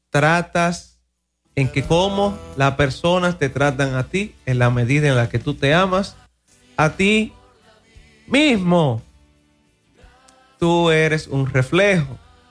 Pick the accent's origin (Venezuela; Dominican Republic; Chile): Dominican Republic; como diríamos en buen dominicano